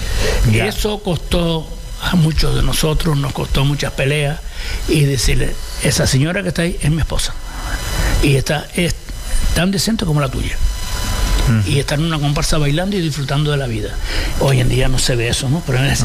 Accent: Canary Islands, Spain; Yo soy buen canario.

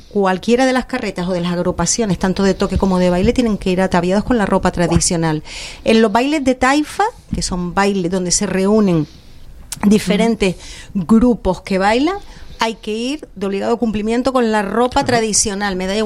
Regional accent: Canary Islands, Spain; fomentando nuestra canariedad y nuestra lengua

